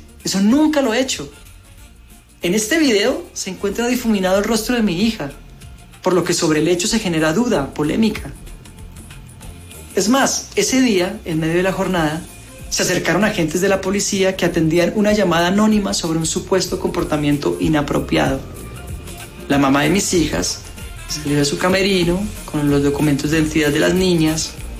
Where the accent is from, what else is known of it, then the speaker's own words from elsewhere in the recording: Colombia; soy actor colombiano